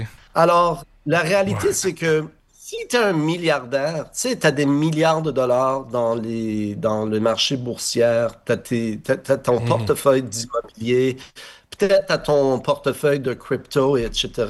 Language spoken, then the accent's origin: French; Montreal, Quebec, Canada; le fait que moi, je suis Montréalais, je suis Québécois, je suis ici, je suis bilingue, comme on dit